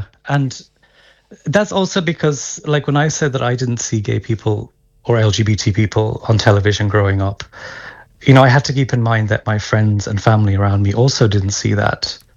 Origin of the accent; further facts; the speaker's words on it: Connacht, Ireland; So I grew up in Mayo. I'm 40 now.